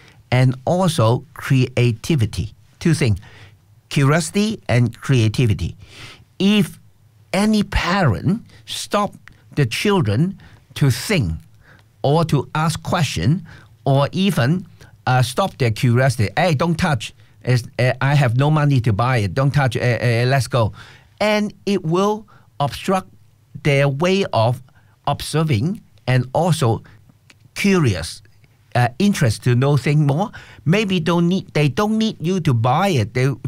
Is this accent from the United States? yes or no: no; Hong Kong; English is a second language; So I'm from Hong Kong, that's why I very support them, especially the tennis.